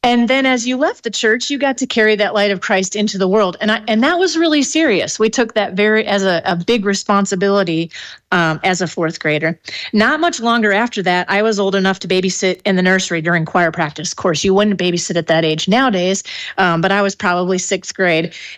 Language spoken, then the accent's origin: English; Port Clinton, Ohio, United States; born there; I was baptized at Trinity United Methodist Church in Port Clinton, Ohio